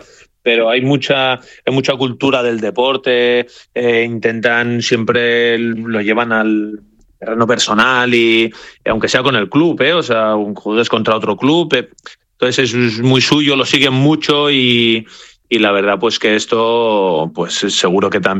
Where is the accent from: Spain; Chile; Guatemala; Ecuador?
Spain; La verdad que yo soy español y de con España